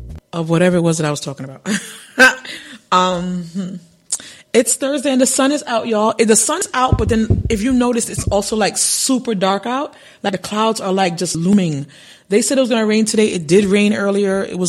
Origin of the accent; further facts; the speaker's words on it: Jamaica; I am a Jamaican